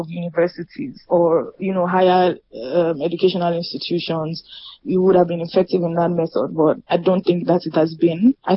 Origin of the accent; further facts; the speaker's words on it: Lagos, Nigeria; also born or lived in Kwara State / Ondo State; I'm from Kwara and Ondo States, but I've lived in Lagos all my life.